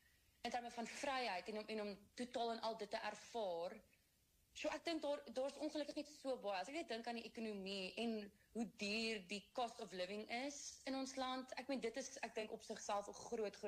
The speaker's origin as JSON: {"language": "Afrikaans", "town": "Durbanville", "region": "Western Cape", "country": "South Africa", "tie": "born or raised there", "said": "Ek het groot geword in Durbanville, ek het 2 broers"}